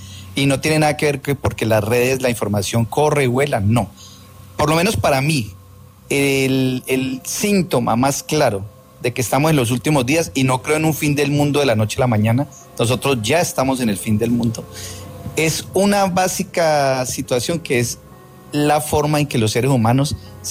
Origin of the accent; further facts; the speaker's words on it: Cali, Valle del Cauca, Colombia; Yo soy de Cali, Te hablo desde Cali.